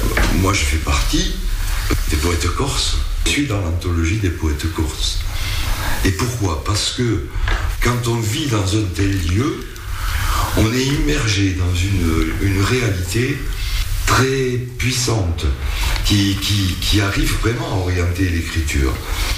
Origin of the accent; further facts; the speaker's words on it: Occitanie, France; Parce que, bon, déjà, je suis occitan à la base. Je crois qu'on est dans le même creuset quelque part, c'est la Méditerranée.